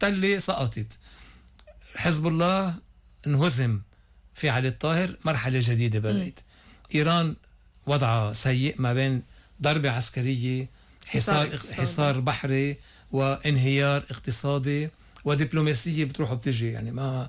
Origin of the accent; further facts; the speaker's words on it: Lebanon; عندنا بلبنان